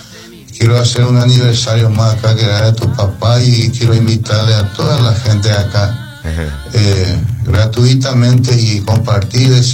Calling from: Espinillo, Formosa, Argentina; Yo soy de Espinillo

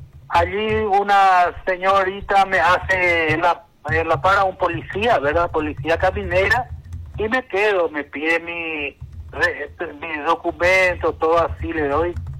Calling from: Altos, Cordillera, Paraguay; le llamo de Altos.

